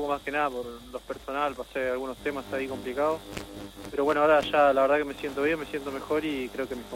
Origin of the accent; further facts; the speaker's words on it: Lanús, Buenos Aires Province, Argentina; now in Uruguay; Yo vengo, soy de Lanús. Los primeros 6 meses estuve en Atlético Tucumán. Después estuve otra vez en Lanús